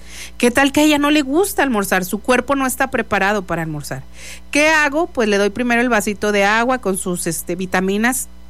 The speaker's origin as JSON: {"language": "Spanish", "country": "Mexico", "said": "Yo sé que somos mexicanos y el huevito es diario"}